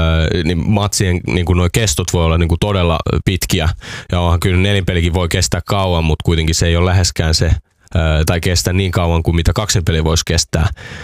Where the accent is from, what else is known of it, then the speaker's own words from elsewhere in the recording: Porvoo, Uusimaa, Finland; mä tuun Porvoosta, mä oon Porvoosta, niin kaikki on Helsingissä.